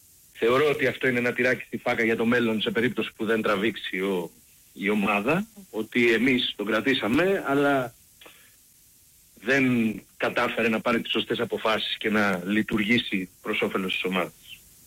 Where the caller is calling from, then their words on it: Vyronas, Attica, Greece; από Βίρονα.